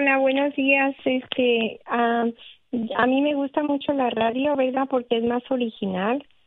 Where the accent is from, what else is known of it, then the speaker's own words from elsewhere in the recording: Nayarit, Mexico; Sí, este, a mi tío siempre le gustaba mucho la música de … yo escuchaba, ¿verdad?, la radio también ahí en Nayarit